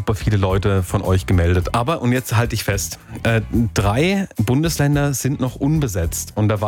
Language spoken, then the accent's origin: German; Rastatt, Baden-Württemberg, Germany; moved away; also born or lived in Berlin / Munich; Ich bin hier in Rastatt aufgewachsen